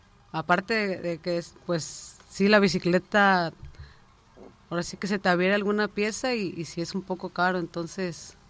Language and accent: Spanish; Naranjal, Mexico; Pues mira … soy de Naranjal.